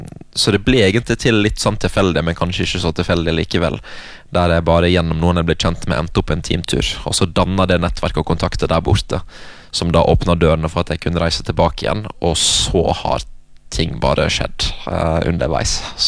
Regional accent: Western Norway, Norway; moved away as an adult; also born or lived in United States / Philippines; jeg er vestlending, jeg vil ha 15 grader og litt regn

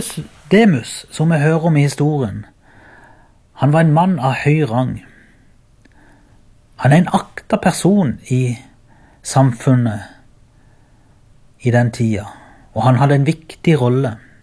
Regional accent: Byremo, Agder, Norway; Jeg kommer fra Byremo og hører til menigheten Ebenezer Byremo.

